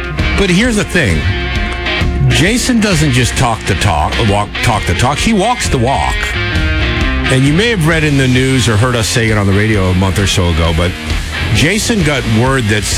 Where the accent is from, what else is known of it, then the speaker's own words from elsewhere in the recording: New England, United States; I grew up in New England